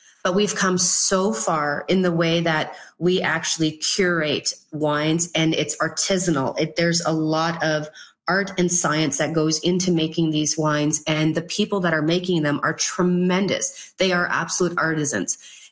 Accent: Canada; it's just because we're Canadian and we just kind of sit back

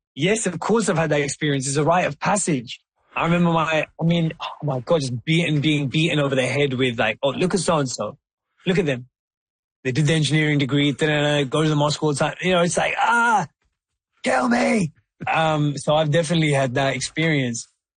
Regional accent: Wembley, London, United Kingdom; I would read this play about a prince growing up in Denmark, and I was like, this is exactly like growing up in Wembley.

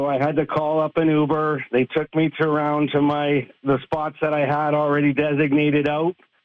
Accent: Windsor, Ontario, Canada; Being born and raised in Windsor

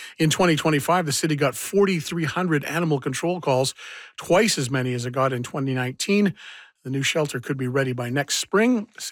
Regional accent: Sudbury, Ontario, Canada; But when I was growing up in Sudbury, there was a community event called the Sudbury Boys Home Walkathon.

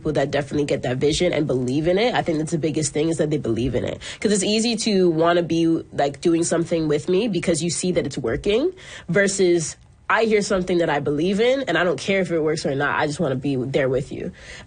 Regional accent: Toronto, Ontario, Canada; I'm from Toronto.

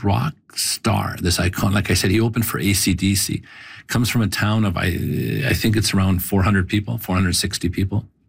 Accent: Fort Vermilion, Alberta, Canada; I grew up in Fort Vermilion. It's a population of about 700 people. It's up near Wood Buffalo National Park.

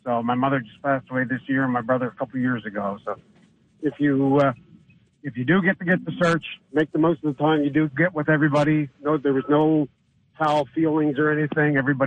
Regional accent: Nova Scotia, Canada; also born or lived in Ontario; Well, I was adopted from Ontario because we lived up there briefly, and then we moved back to Nova Scotia.

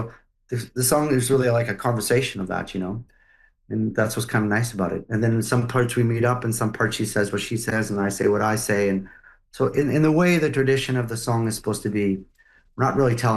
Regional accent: Montreal, Quebec, Canada; I grew up in Montreal, so I grew up being exposed

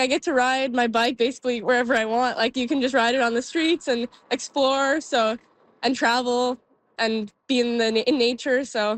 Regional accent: Fredericton, New Brunswick, Canada; born there; I was born in Fredericton and my mom is from Nova Scotia. So got some East Coast roots.

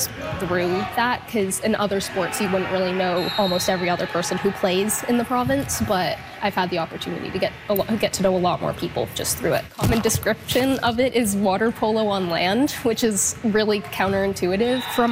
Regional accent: Egypt; now in Saskatchewan, Canada; I'm originally from Egypt

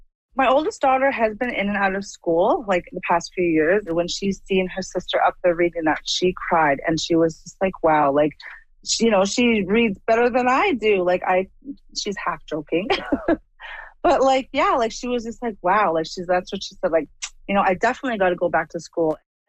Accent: Fort Resolution, Northwest Territories, Canada; I'm from Fort Resolution.

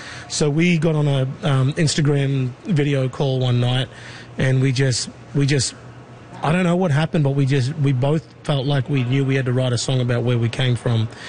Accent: Mossman, Queensland, Australia; This is in Mossman, Queensland, yeah, my hometown of Mossman. And so we're also from the same tribe as well in that town.

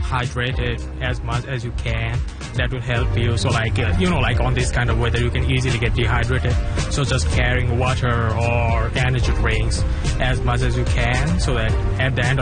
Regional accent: Bangladesh; I'm from Bangladesh, and I'm doing my bachelorette one.

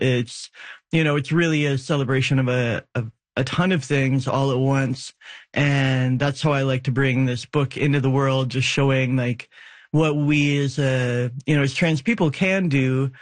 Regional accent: Peterborough, Ontario, Canada; I'm from Peterborough.

